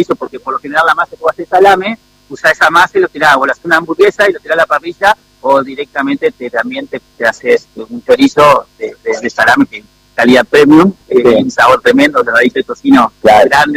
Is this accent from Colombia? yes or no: no; Viale, Entre Ríos, Argentina; born there; tengo donde nací en Viale, tengo un pequeño lugar donde procesamos la carne.